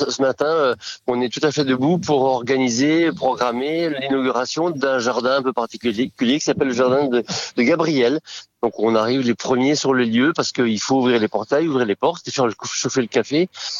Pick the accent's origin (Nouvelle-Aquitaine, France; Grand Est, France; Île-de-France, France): Nouvelle-Aquitaine, France; il était clarinettiste des balles et banquets chez nous dans le Poitou.